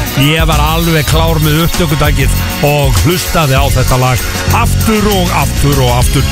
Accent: Reykjavík, Capital Region, Iceland; drengur að alast upp í Vesturbænum í Reykjavík

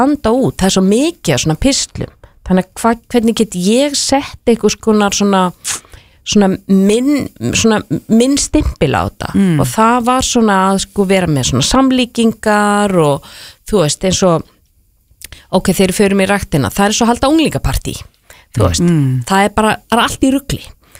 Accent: Reykjavík, Capital Region, Iceland; also born or lived in Edinburgh; 1. oktober 1979 þegar ég fæddist, ólst upp í Fossvoginum

